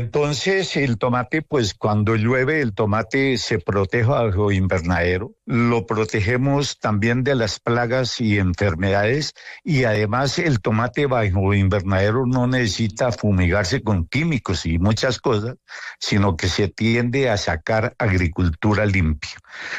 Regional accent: Sutamarchán, Boyacá, Colombia; algún día en mi pueblito la puedo hacer. Y ese día llegó el 5 de junio del año 2005 a Sotamarchán.

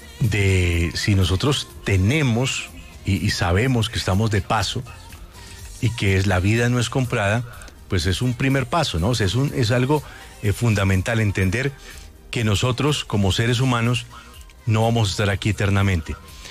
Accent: Colombia; para nosotros aquí en Colombia

